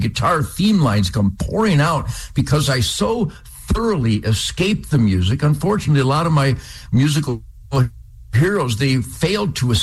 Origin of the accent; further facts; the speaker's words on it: Detroit, Michigan, United States; born there; I was born in 1948 in Detroit, and my dad was already a follower of Fred Bear